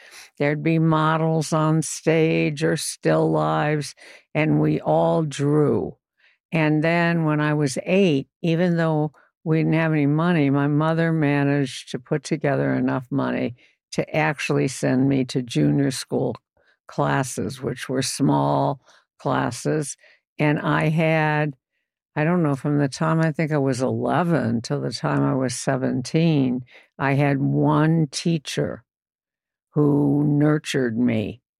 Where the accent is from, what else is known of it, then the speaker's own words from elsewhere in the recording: Chicago, Illinois, United States; And I grew up in Chicago at five.